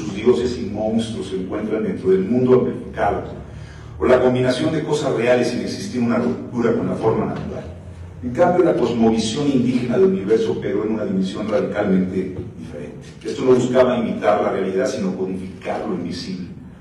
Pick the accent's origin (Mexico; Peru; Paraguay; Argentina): Mexico; Porque todos los mexicanos que trabajamos en las artes visuales somos privilegiados y herederos de una cultura milenaria